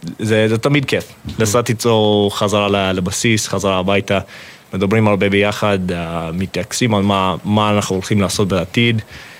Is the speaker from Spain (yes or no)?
no; Uganda; Hebrew is a second language; moved away as an adult; also born or lived in United States; now in Israel; נולדתי בארצות הברית, הייתי באפריקה מעל 17 שנים, ואז אני פה בארץ כמעט 3 שנים